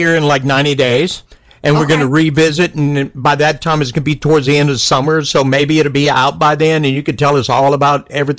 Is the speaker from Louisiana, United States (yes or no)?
yes; Louisiana, United States; And she's from California. I'm from Louisiana.